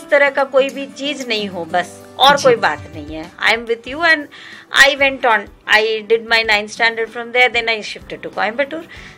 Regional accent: Rajasthan, India; मैं राजस्थान से हूँ

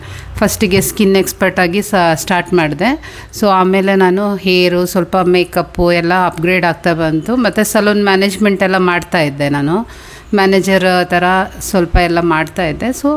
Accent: Bhadravati, Karnataka, India; moved away as an adult; now in Shivamogga, India; ನಾವು ಹುಟ್ಟಿದ್ದು ಭದ್ರಾವತಿ ನಿರ್ಮಲ ನರಸಿಂಹಮ್ಮಲ್ಲಿ. So education ಎಲ್ಲ ಅಲ್ಲೇ ಆಗಿದ್ದು, ಮ್ಯಾರೇಜ್ ಆಗಿದ್ದು ಶಿವಮೊಗ್ಗ.

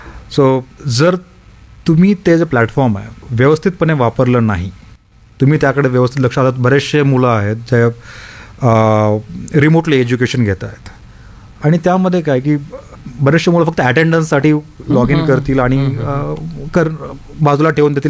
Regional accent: Latur, Maharashtra, India; म्हटलं असं असं मी लातूरचं आहे.

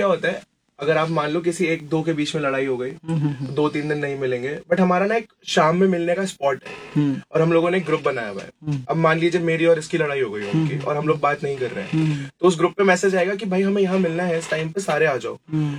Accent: Moradabad, Uttar Pradesh, India; मैं civil line से.

